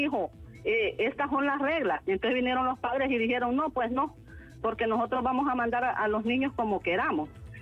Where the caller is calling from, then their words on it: Honduras; Soy de la Colonia Canadá